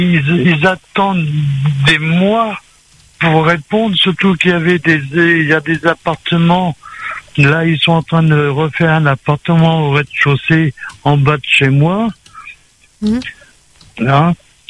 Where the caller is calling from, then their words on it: Saint-Denis, Réunion; parce que j'habite au Chaudron, juste à côté de la place du marché